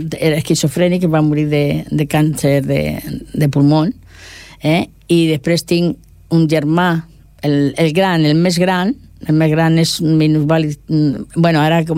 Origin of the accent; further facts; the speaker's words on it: Cartagena, Region of Murcia, Spain; Fins als 13 anys vaig estar a Cartagena i després de 13 anys el meu pare es va traslladar a Múrcia i es van anar a Múrcia i aleshores vaig estar justament un salt de 13 anys a Mú